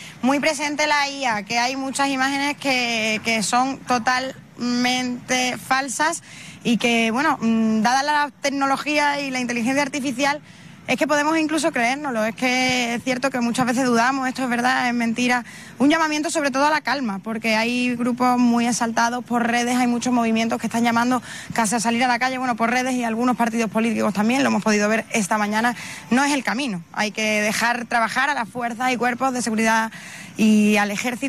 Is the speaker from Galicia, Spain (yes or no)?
no; Ceuta, Spain